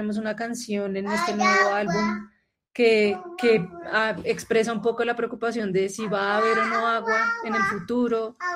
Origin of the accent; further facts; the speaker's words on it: Bogotá, Colombia; nosotras que somos de Bogotá